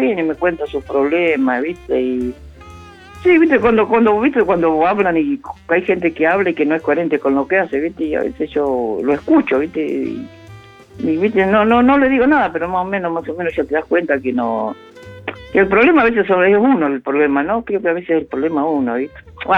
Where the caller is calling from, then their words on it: Pilar, Buenos Aires Province, Argentina; acá de Pilar.